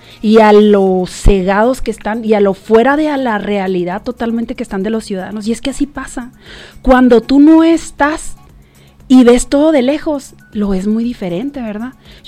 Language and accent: Spanish; Chihuahua, Mexico; aquí somos un estado, sobre todo en Chihuahua, somos un estado de gente bien trabajadora y bien valiente.